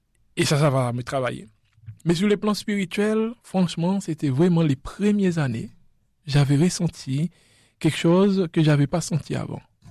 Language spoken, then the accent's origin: French; La Digue, Seychelles; je viens des Seychelles, les îles Seychelles. J'ai grandi aux Seychelles dans une île qui s'appelle la Digue